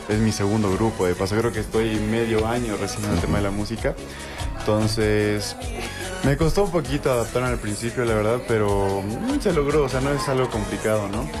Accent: Paraguay; now in Bolivia; Yo soy paraguayo, o sea, ya llevo mucho tiempo acá en Bolivia, entonces por eso no se me nota mucho el acento.

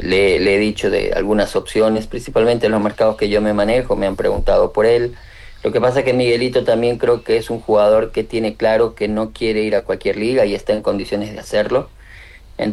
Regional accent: La Paz, Bolivia; Yo lamento esta situación en mi país, principalmente en La Paz, en mi ciudad.

